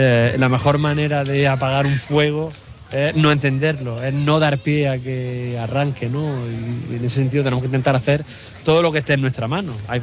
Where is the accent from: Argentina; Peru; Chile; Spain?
Spain; Andalusia; que yo vengo del Poniente.